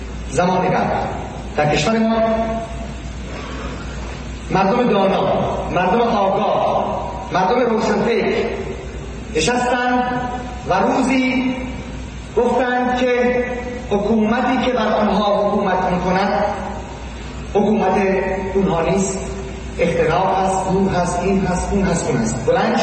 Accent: Iran; moved away as an adult; also born or lived in Tehran; در تهران که من تازه از اونجا فرار کردم و به اینجا آمدم

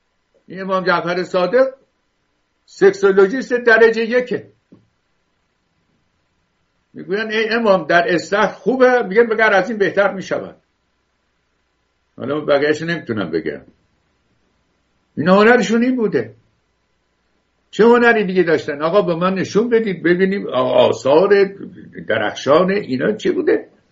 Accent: Iran; ما ایرانیان، بابا ما ایرانی هستیم.

